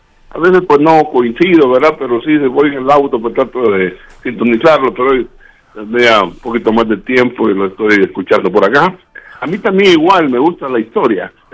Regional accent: Honduras; now in Tegucigalpa, Honduras; yo vivía en Occidente, y creo que fue por esa fecha, y creo que en septiembre también. Era un niño quizás de unos 9, 10 años, pero sí recuerdo, porque obviamente llegaban los periódicos a mi pueblo

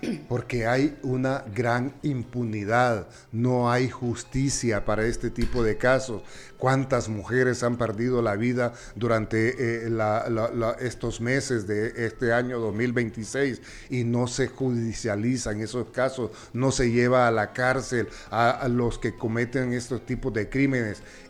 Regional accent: Honduras

